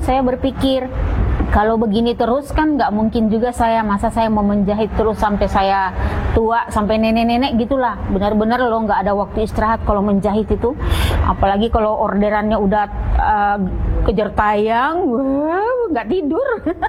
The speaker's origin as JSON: {"language": "Indonesian", "region": "Central Sulawesi", "country": "Indonesia", "said": "Akhirnya saya berpikir, bagaimana sih caranya supaya orang mengenal nih daerah saya? Itu saya timbulkan dengan membuat batik dengan motif dari sana. Sehingga lahirlah Batik Mori Sulawesi Tengah."}